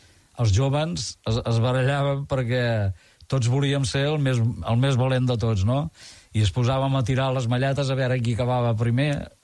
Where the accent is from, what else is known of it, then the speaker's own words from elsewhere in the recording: Tarragona, Catalonia, Spain; I tinc molt d'arraigo i molt de peu... Sobretot al meu barri, on vaig néixer, però també a la part alta